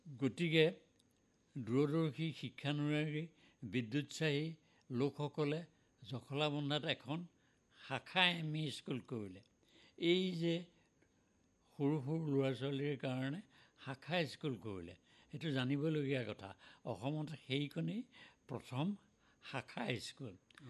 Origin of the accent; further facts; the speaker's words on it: Jamuguri, Assam, India; মোৰ মামাহঁতৰ ঘৰ আছিল জামুগুৰিত। সৰুতে মাতৃহাৰা হোৱাত দুখ কষ্ট, অৱশ্যে মা ঢুকোৱাৰ অলপ দিনৰ আগতে মোক মামাহঁতৰ ঘৰলৈ লৈ গৈছিল।